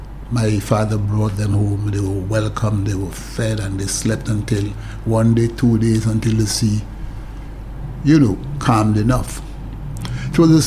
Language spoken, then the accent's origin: English; Marigot, Saint Andrew Parish, Dominica; And there I was born in Marigot.